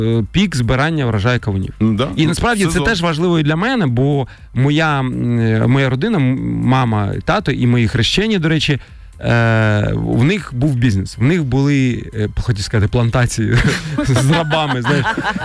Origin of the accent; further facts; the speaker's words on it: Kryvyi Rih, Dnipropetrovsk Oblast, Ukraine; Але я теж, по суті, виріс в кавунах. В якомусь, хоч я з Кирого Рогу